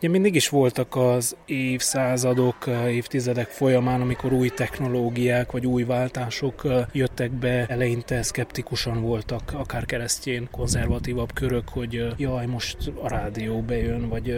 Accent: Sălaj, Romania; főleg én szilágysági vagyok

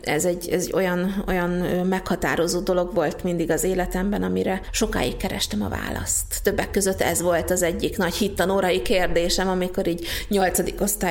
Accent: Gyula, Békés, Hungary; born or raised there

